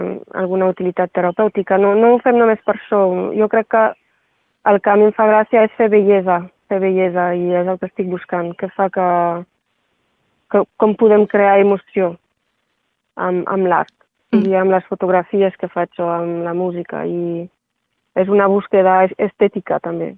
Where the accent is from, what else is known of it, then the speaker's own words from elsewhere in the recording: Occitania, France; also born or lived in Céret; he nascut a Serré, però he crescut sempre a la Cerdanya, el poble d'allò. He sigut el poble de la meva infància, el jardí de la infància, de la muntanya d'allò.